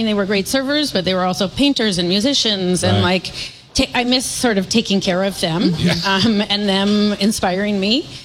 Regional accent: Seattle, Washington, United States; I grew up in Seattle sampling all of your restaurants.

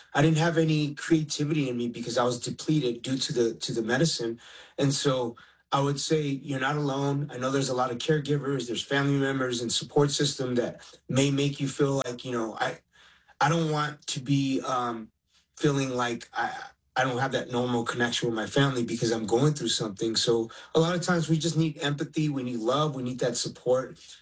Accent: Los Angeles, California, United States; I'm a proud Native American kid from East L.A., born in Boyle Heights. And, you know, I'm Native American and Mexicano.

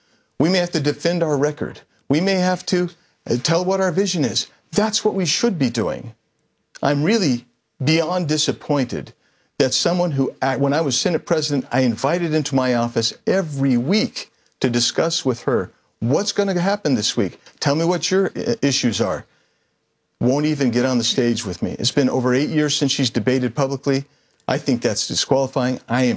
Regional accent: Southeast Valley, Arizona, United States; I come from the Southeast Valley.

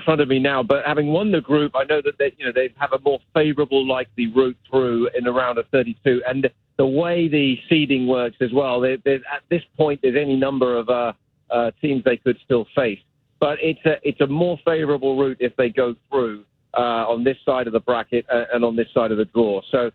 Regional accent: England, United Kingdom; moved away as an adult; now in United States; And I say that as an Englishman, you know, who now lives and works in America.

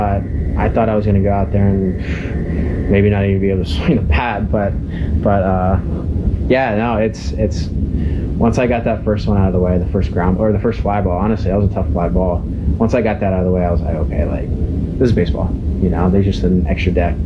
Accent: Concord, United States; they've supported me 100% through in my hometown in Concord.

